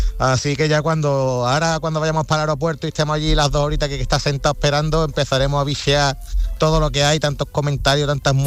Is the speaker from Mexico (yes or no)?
no; Conil de la Frontera, Andalusia, Spain; nuestra bandera de nuestra tierra, de Conil, de Cádiz, de nuestra cultura.